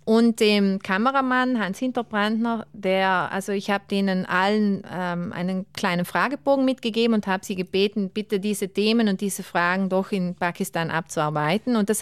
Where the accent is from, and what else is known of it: Ritten, Trentino-Alto Adige, Italy; born or raised there